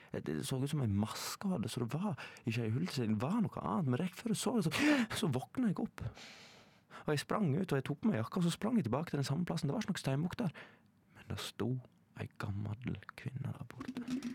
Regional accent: Leikanger, Vestland, Norway; så ser jeg fjorden hjemme i Leikanger. Fint var det, og vakkert var det, og jeg fikk en sånn følelse av, herregud, jeg må komme med heimatte.

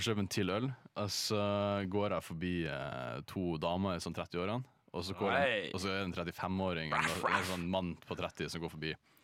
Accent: Bodø, Nordland, Norway; moved away; så er ikke jeg herfra, jeg er fra Bodø.

